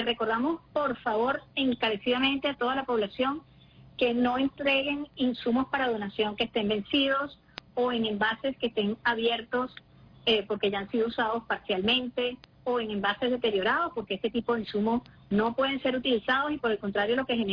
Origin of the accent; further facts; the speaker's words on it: Venezuela; como patriotas venezolanos y venezolanas que somos